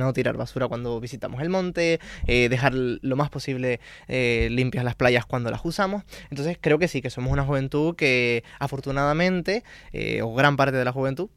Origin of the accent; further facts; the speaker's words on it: Canary Islands, Spain; accent: Canarian; qué bonito es escuchar nuestro acento, no solo aquí en Canarias, sino también fuera de las islas.